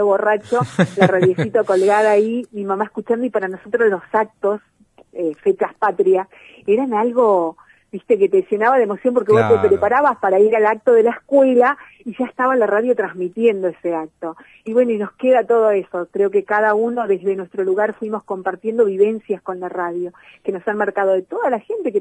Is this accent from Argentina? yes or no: yes; Pozo del Mortero, Formosa, Argentina; also born or lived in Las Lomitas; fui criada en un pueblo, soy de Las Lomitas, pero fui criada en un pueblo a unos kilómetros de Las Lomitas, que es Pozo del Mortero